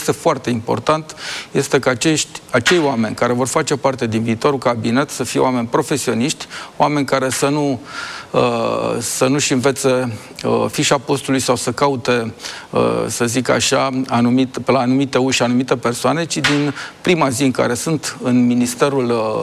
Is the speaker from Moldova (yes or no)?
no; Transylvania, Romania; Eu sunt o persoană care vin din Ardeal